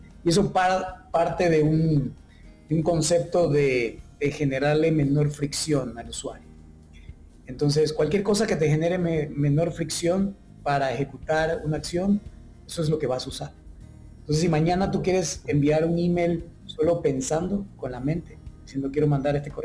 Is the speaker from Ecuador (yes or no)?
yes; Ecuador; moved away; yo soy originalmente de Ecuador, pero y me ven muy, muy joven, pero he estado emprendiendo desde los 18 años, yo casi tengo 40